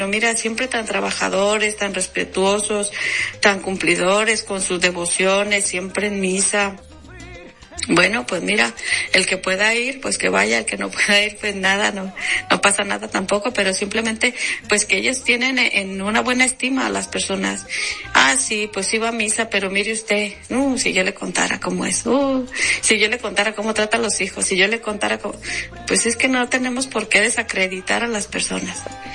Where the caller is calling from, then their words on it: Málaga, Andalusia, Spain; desde Málaga, España.